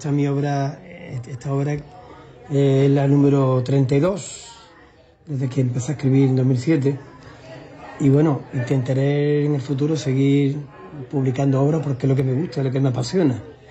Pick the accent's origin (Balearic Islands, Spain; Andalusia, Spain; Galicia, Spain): Andalusia, Spain; San Roque; Y no hay un día que vaya por las calles paseando por mi pueblo, o por la playa o por un centro comercial, que me dé la enhorabuena, que me pregunte por mis proyectos. Eso es bonito. Yo me siento reconocido, admirado y querido por mis paisanos de San Roque.